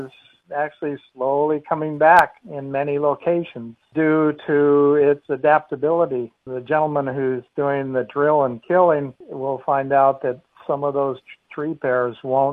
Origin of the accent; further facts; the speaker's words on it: Australia; moved away as an adult; now in United States; as you can hear from my accent, I'm an American-born Australian, as I like to say, but living in America.